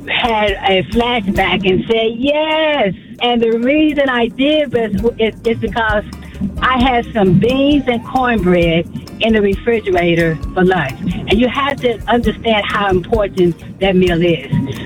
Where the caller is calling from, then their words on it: Kansas City, Missouri, United States; I'm calling from Kansas City, Missouri.